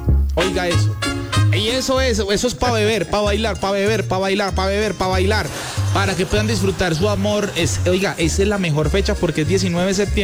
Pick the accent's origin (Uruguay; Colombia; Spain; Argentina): Colombia; Y como colombiano que se respete, se cola en lo que sea.